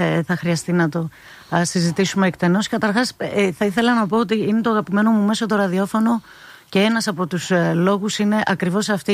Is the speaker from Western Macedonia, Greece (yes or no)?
no; East Macedonia and Thrace, Greece; στα μέρη μου πάνω στον Εύρο